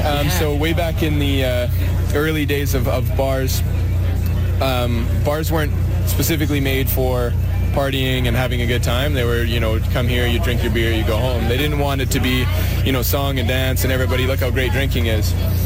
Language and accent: English; Drumheller, Alberta, Canada; I grew up in Drumheller, yeah.